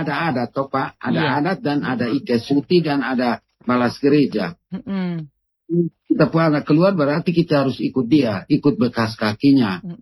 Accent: East Nusa Tenggara, Indonesia; Ya kalau tradisi saya kan orang Amanuban, jadi saya tidak boleh minta adat lebih dari istri saya.

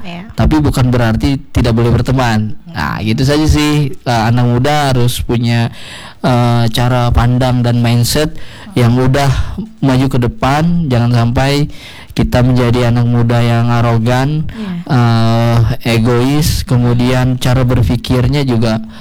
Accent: Central Kalimantan, Indonesia; sebuah karya kita, orang Kalimantan Tengah.

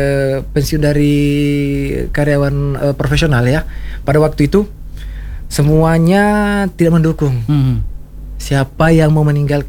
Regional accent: South Sulawesi, Indonesia; Ada filosofinya kita juga kan orang Bugis, yakin dulu lah.

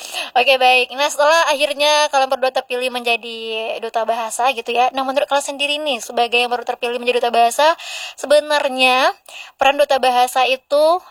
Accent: Riau Islands, Indonesia; Tapi kalau kita nih sebagai orang Kepulauan Riau, sebagai orang Melayu

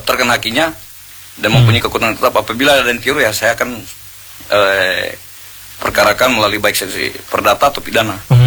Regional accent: Muna, Southeast Sulawesi, Indonesia; kebanggaan kami sebagai orang Muna

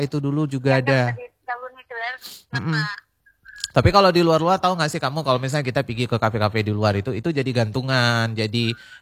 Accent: Aceh, Indonesia; Di desa aku, di Suatima.

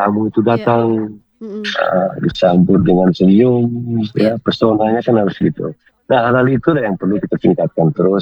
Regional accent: East Nusa Tenggara, Indonesia; kewajiban kita sebagai pemerintah, sebagai orang Sumba itu sendiri, Sumba Timur itu sendiri, dengan berbagai cara.

